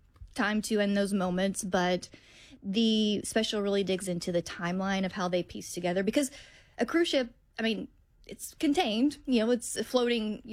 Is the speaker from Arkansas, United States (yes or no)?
yes; Arkansas, United States; I grew up in Arkansas, so we're not surrounded by water.